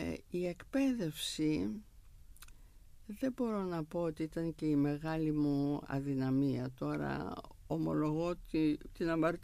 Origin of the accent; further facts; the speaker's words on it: Thessaloniki, Central Macedonia, Greece; Λοιπόν, εγώ γεννήθηκα στη Θεσσαλονίκη, μεγάλωσα στη Θεσσαλονίκη. Η πρώτη μου γειτονιά ήταν η πλατεία Υποδρομίου.